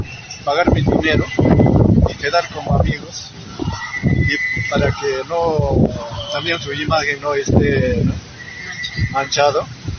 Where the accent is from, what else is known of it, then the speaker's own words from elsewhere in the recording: Huánuco, Peru; Yo soy de Ovas